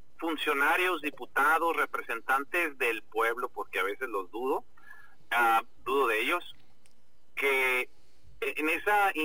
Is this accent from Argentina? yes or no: no; Mexico; Somos los mexicanos, maestro. Somos muy solidarios